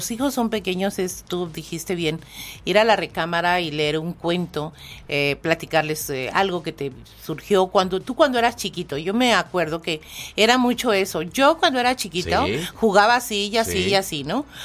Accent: Mexico; Eso nos caracterizaba como mexicanos.

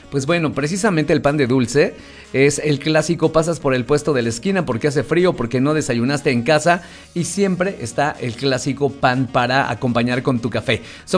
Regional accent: Mexico

